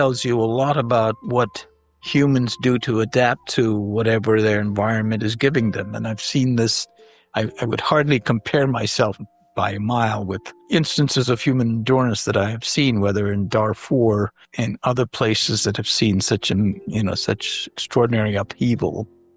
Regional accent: India; moved away; also born or lived in Bay Area, United States / Minnesota, United States; I grew up in India, I grew up in a developing world, and I subsequently grew up in the developed world. I lived in the Bay Area, I lived in Minnesota.

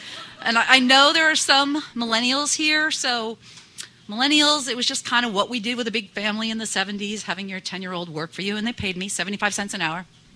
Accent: Barre, Vermont, United States; I grew up in Barrie in the 1970s, a family of eight, six kids

